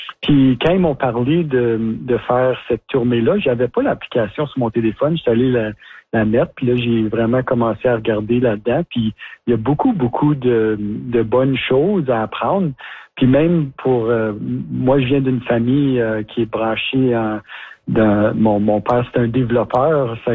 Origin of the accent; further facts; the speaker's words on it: North Bay, Ontario, Canada; moi, j'ai grandi à North Bay